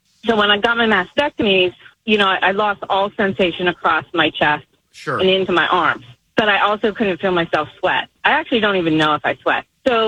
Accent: Pennsylvania, United States; I grew up in Pennsylvania, so don't drink the water.

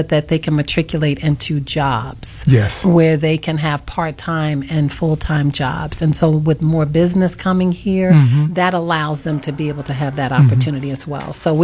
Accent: Chicago, Illinois, United States; born or raised there; also born or lived in Los Angeles

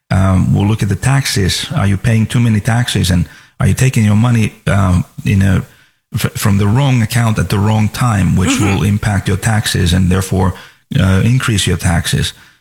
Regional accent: Finland; born or raised there; now in Florida, United States

